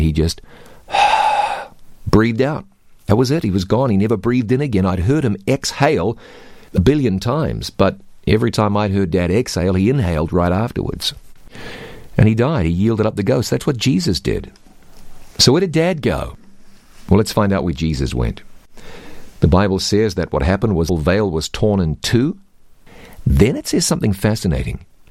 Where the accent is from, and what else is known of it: New Zealand